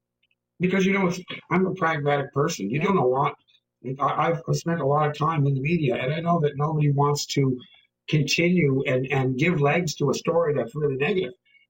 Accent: Cape Breton, Nova Scotia, Canada; as Cape Bretoners

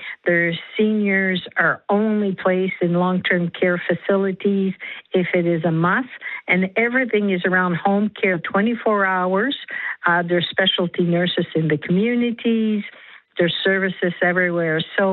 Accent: New Brunswick, Canada; I'm from New Brunswick, but also Manitoba had what we used to call extramural

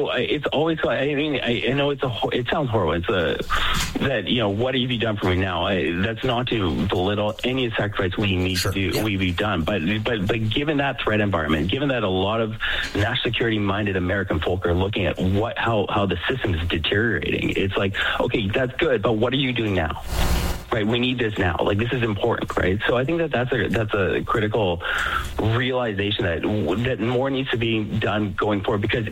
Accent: Canada; as a Canadian

